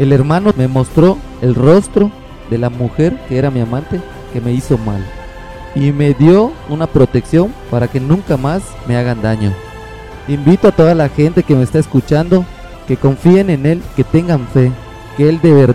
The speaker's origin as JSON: {"language": "Spanish", "town": "Chetumal", "region": "Quintana Roo", "country": "Mexico", "said": "Soy de Chetumal."}